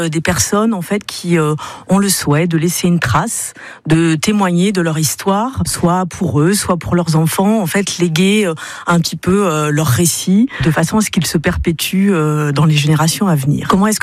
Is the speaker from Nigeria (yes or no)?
no; Parigné-l'Évêque, Pays de la Loire, France; born or raised there; also born or lived in Le Mans